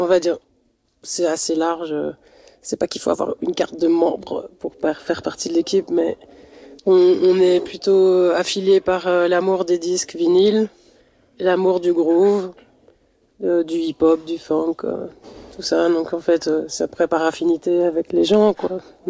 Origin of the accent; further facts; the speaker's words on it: Strasbourg, Grand Est, France; now in Brussels, Belgium; Mais ça fait 20 ans que je suis là. Je passe le cap que je suis plus résidente belge que française.